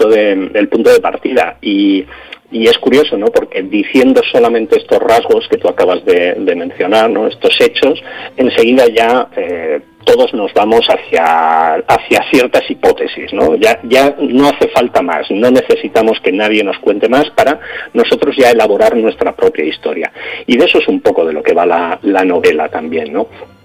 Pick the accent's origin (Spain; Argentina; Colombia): Spain; Zaragoza, Aragon; born there; also born or lived in Ciudad Real; now in Madrid, Spain; yo soy de Zaragoza, nací en Zaragoza, aunque, bueno, vivo en Madrid desde hace muchísimos años